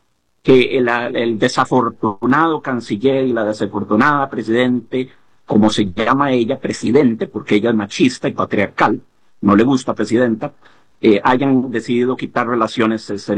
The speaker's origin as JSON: {"language": "Spanish", "country": "Costa Rica", "said": "a mí me da vergüenza decir que soy costarricense"}